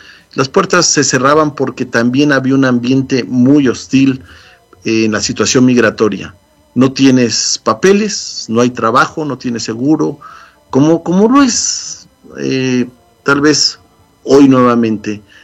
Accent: Morelos, Mexico; moved away as an adult; also born or lived in Mexico City; now in United States; Yo estaba escribiendo en ese momento para un semanario en el estado de Morelos, donde yo ya residía y de donde soy originario. Muchos años viví en la Ciudad de México y trabajé en la Ciudad de México.

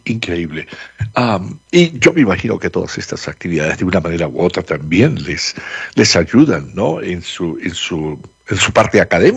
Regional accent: Venezuela; now in Colorado, United States; allá en mi país, en Venezuela, nos referimos a las niñas como hembras, ¿no?

